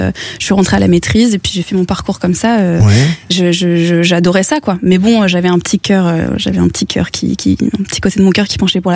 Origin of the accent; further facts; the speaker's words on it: Narbonne, Occitanie, France; Je viens de Narbonne, ça s'entend pas, mais je viens de Narbonne.